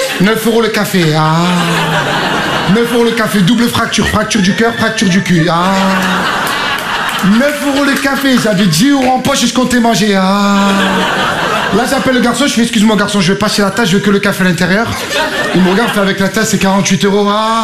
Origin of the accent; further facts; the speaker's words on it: Marseille, Provence-Alpes-Côte d'Azur, France; je viens de Marseille.